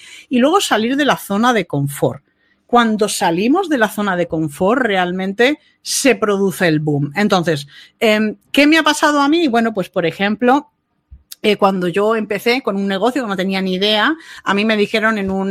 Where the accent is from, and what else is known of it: Málaga, Andalusia, Spain; born or raised there; also born or lived in Bilbao